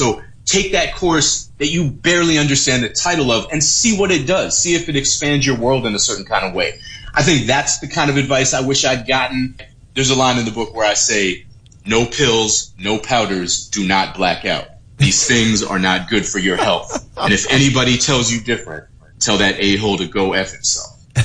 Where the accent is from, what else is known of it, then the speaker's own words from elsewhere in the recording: Boston, Massachusetts, United States; I'm from Boston